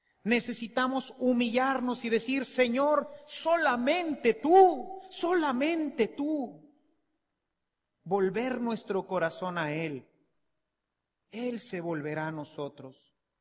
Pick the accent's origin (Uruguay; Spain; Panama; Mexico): Mexico